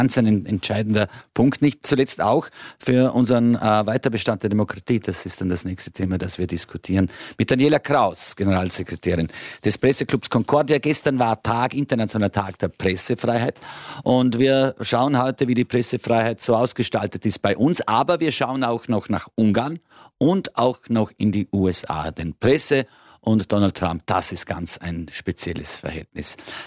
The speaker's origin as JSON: {"language": "German", "region": "Vorarlberg", "country": "Austria", "said": "Frau Kratz, bei uns in Vorarlberg war es früher so, die vorhin haben mal Werbung gemacht mit Zittig. Dialektausdruck für die Zeitung. Zittig."}